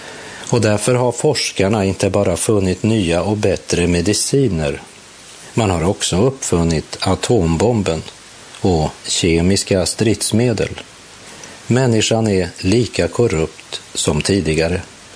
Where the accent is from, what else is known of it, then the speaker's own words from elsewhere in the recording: Sweden; Jag är ju svensk medborgare, samtidigt är jag medborgare i himlen.